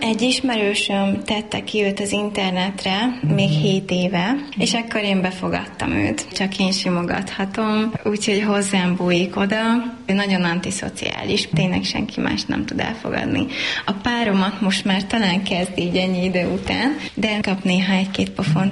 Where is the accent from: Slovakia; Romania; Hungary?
Hungary; Balatonlelle, Somogy; moved away; Én Balatonlelléről származom, illetve ott nőttem fel. Akkoriban még megtehettük azt, nagy családi házban laktunk